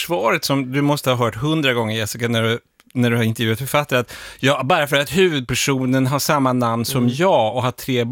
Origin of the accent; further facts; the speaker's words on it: Västerbotten County, Sweden; jag kommer från Västerbotten